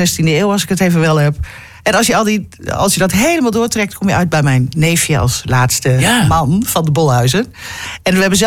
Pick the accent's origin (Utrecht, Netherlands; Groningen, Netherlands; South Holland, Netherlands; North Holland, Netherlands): Groningen, Netherlands; also born or lived in Emmen; Ja, ik ben geboren in Emmen. Even heel kort door de bocht, vanaf mijn 5e terug naar Groningen.